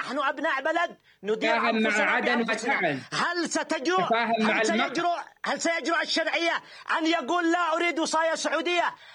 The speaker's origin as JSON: {"language": "Arabic", "country": "Yemen", "said": "تعالوا كيمنيين لندير اليمن جميعا"}